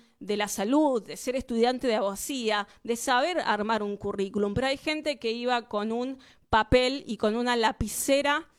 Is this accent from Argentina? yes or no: yes; Buenos Aires Province, Argentina; lo que tenemos los de Zona Oeste o el Gran Buenos Aires es que no solo tenemos 2 horas de viaje